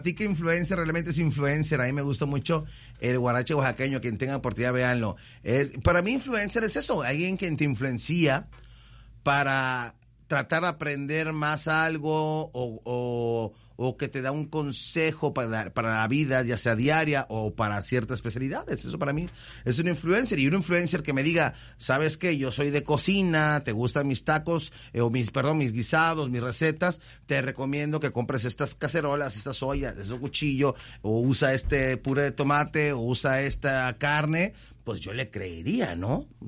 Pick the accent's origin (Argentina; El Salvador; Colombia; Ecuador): Colombia; Caribbean coast; accent: costeño; yo me estoy harto que siempre nos critican los que hablamos como costeño, primo.